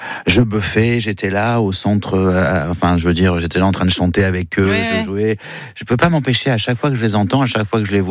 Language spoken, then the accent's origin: French; Spain; Parce que je suis espagnol. Aussi, je suis franco-espagnol, j'ai deux passeports.